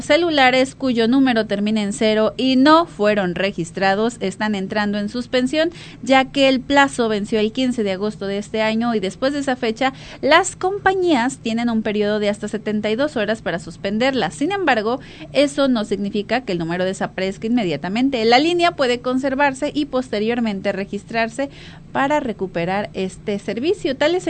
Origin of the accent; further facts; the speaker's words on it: Mexico; ¿por qué nos tienen catalogados así a los mexicanos?